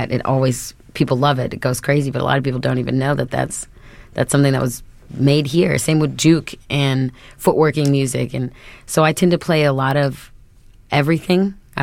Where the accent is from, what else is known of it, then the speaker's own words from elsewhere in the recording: Dunlap, Illinois, United States; also born or lived in Peoria; now in Chicago, United States; I'm originally from Peoria, or Dunlap, nobody knows where that is. And what drew me to Chicago was that there was so much diversity here and so much culture. And from where I came, that didn't really exist.